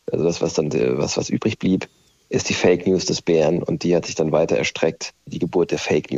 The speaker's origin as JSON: {"language": "German", "region": "Hesse", "country": "Germany", "tie": "born or raised there", "said": "ich komme ja aus der Gegend und bin da aufgewachsen. Ich war natürlich als Kind oft im Hessenpark"}